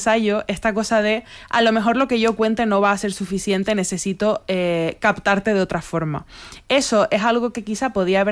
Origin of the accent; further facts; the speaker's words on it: Granadilla de Abona, Canary Islands, Spain; yo soy de Granadilla, ¿no? Que es mi pueblo en Tenerife, y no quiero olvidarme de eso